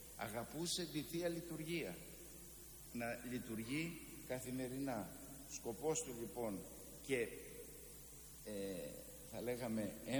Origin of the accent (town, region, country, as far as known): Drama, Eastern Macedonia and Thrace, Greece